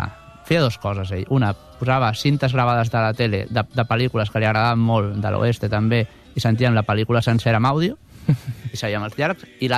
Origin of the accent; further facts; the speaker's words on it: Barcelona, Catalonia, Spain; ara jo faig molta més vida al meu barri de les Corts o baixo cap a Sants, a la meva infantesa no vam baixar mai cap a Sants